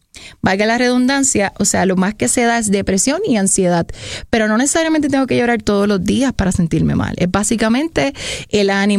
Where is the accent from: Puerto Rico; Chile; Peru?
Puerto Rico; como latinos, como cultura puertorriqueña